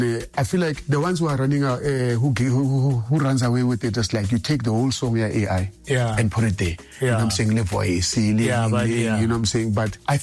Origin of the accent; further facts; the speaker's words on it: Pretoria, Gauteng, South Africa; I'm from Pretoria and then now I'm doing Chrome.